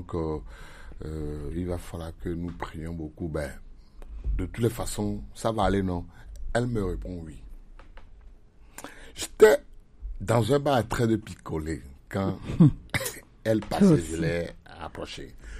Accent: Togo; je suis togolais

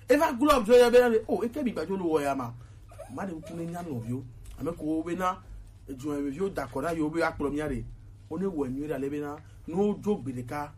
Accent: Togo; je suis togolais

